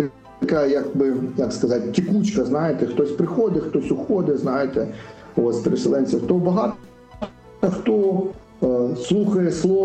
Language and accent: Ukrainian; Crimea, Ukraine; born there; І я сам теж, сам теж переселенець. Чого? Бо я народився в Криму, от, дружина моя з Херсонської області